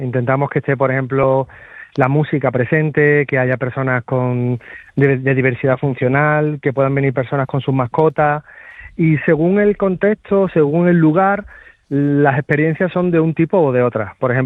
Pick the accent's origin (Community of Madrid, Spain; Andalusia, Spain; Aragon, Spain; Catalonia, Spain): Andalusia, Spain; Seville; Hola, buenas tardes Isabel y Susana, que es paisana mía, que yo soy de Sevilla.